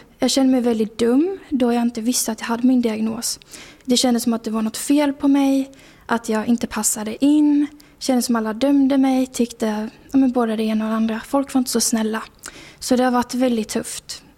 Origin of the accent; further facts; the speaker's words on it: Småland, Sweden; now in Västerås, Sweden; Jag flyttade till Västerås för jag är från Småland.